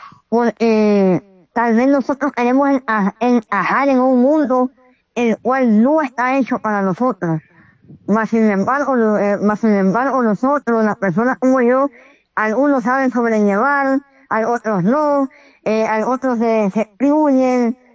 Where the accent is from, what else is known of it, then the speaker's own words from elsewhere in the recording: Nicaragua; soy originario de Nicaragua y pues